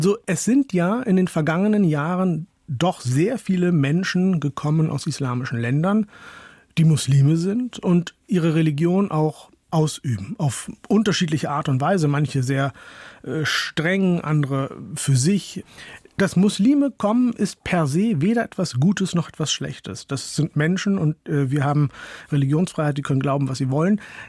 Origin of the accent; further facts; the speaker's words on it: North Germany, Germany; Tatsächlich komme ich aus Holland-Wiel, vielleicht aus einem Dorf in Norddeutschland, aber das meinen die nicht.